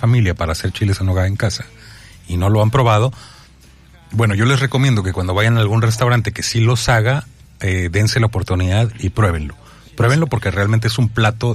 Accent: Mexico; No nos podemos morir siendo mexicanos y no haber probado el chile en nogada.

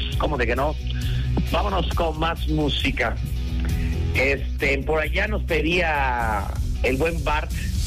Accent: Yucatán, Mexico; Soy yucateco, entonces salimos a pantes.

